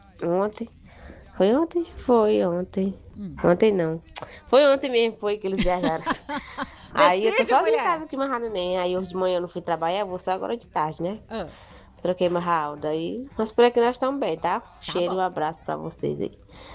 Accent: Alto Alegre do Pindaré, Maranhão, Brazil; sou de Alta Alegre do Pindaré.

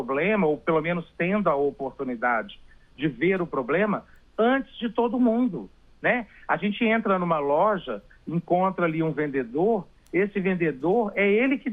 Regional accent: Belo Horizonte, Minas Gerais, Brazil; eu estou agora aqui em São Paulo, eu sou de Belo Horizonte, né?

